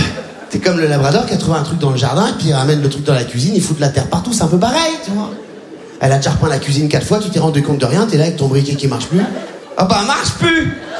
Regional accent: Réunion, France; born or raised there

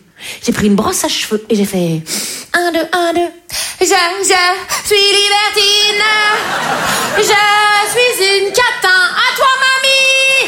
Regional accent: Grand Est, France; accent: Vosges

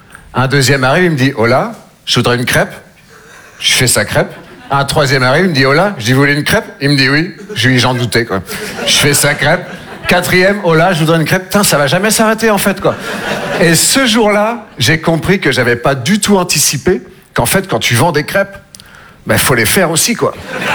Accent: Nouvelle-Aquitaine, France; Moi, je viens des Deux-Sèvres. Je sais pas si vous connaissez. Entre la Vienne et la Vendée.

